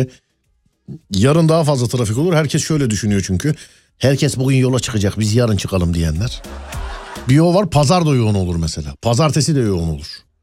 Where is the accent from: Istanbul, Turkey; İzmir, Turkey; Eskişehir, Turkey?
Istanbul, Turkey; Görüyor musun oğlum, ben öz böz İstanbulluyum işte.